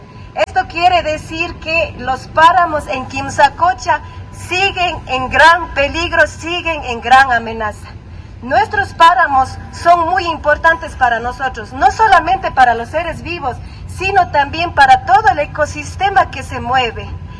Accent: Ecuador; Vengo desde el sur del Ecuador, soy del pueblo Quichua Cañari.

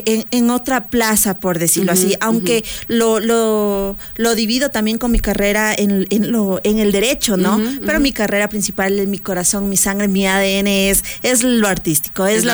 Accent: Ecuador; porque somos ecuatorianos, soy ecuatoriana

